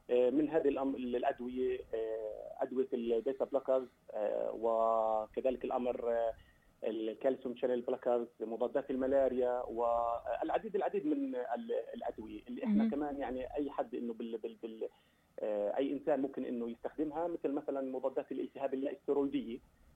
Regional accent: Palestine; طبعا احنا عندنا بفلسطين

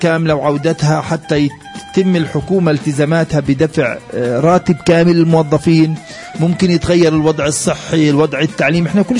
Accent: Palestine

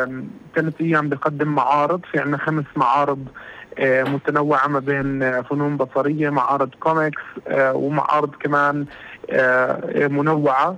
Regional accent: Palestine

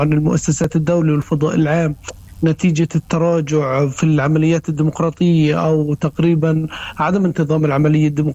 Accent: Palestine; وإحنا كمان كفلسطينيين لما بنكون مغادرين فلسطين إحنا مغادرينها على أمل العودة

